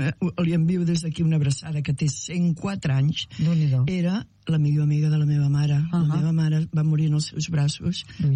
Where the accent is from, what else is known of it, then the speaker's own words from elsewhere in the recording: Calella, Catalonia, Spain; moved away as an adult; Jo sóc filla de Calella. Sí, hi ha gent que no ho sap perquè, la veritat, jo me'n vaig anar de Calella als 18 anys